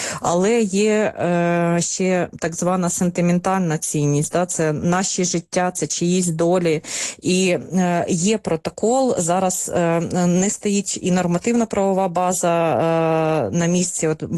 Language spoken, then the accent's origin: Ukrainian; Kherson, Kherson Oblast, Ukraine; я з Херсона